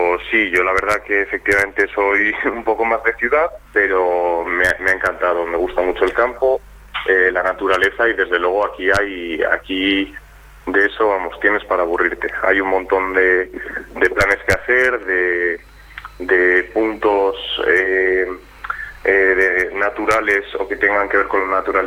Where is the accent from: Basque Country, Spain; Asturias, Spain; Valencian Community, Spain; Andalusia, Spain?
Basque Country, Spain; Bilbao; Venimos yo de Bilbao